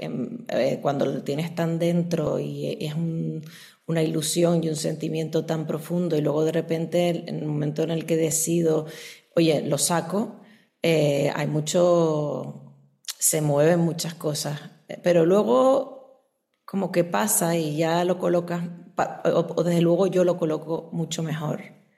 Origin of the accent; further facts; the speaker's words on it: Canary Islands, Spain; yo soy de las Islas Canarias, y entonces mis ancestras, pues los ancestros de las Islas Canarias, en Tenerife en concreto, momificaban